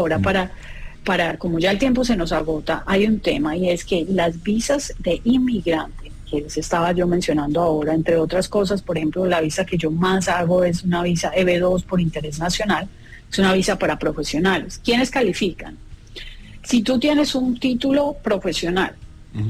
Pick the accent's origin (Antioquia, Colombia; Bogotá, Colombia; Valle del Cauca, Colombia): Valle del Cauca, Colombia; Cartago; moved away as an adult; Esa fue la visa con la que yo soy inmigrante hace 30 años. Soy de Cartago, Valle.